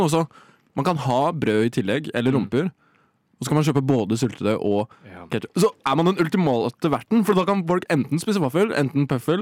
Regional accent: Gjøvik, Innlandet, Norway; Ja, jeg er fra Gjøvik.

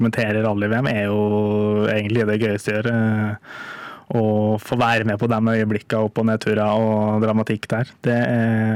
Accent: Molde, Møre og Romsdal, Norway; jeg er fra Molde

